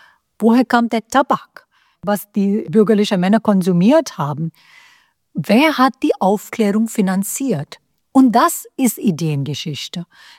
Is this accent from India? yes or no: yes; India; first language Hindi; German is a second language; Meine erste Sprache ist Hindi. Und es ist interessant, dass auf Hindi das Wort für gestern ist dasselbe wie das Wort für morgen, kal.